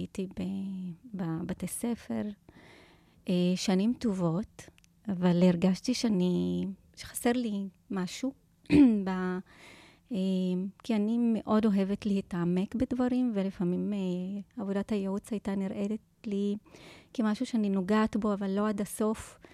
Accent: Daliyat al-Karmel, Haifa District, Israel; אני נולדתי בדליית אל כרמל.

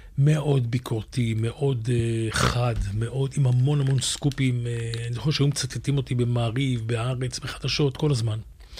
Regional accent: Tel Aviv, Tel Aviv District, Israel; born there; אני נולדתי ביד אליהו, בן למשפחת פועלים, אבא פועל בסולל בונה, אמא עקרת בית, אבא שלי היה תפסן ונפל מהפיגומים בבניין בתל אביב

